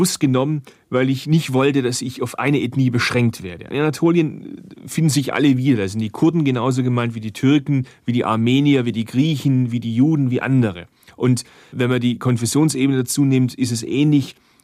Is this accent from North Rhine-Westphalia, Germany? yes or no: no; Bad Urach, Baden-Württemberg, Germany; mir ist das Schwäbische näher als das Deutsche, weil ich in dieser wunderschönen Region geboren und aufgewachsen bin, im Herzen der Schwäbischen Alb in Bad Urach. Und das Erste, was ich gehört habe neben meiner Muttersprache über meine Eltern, war nun mal Schwäbisch.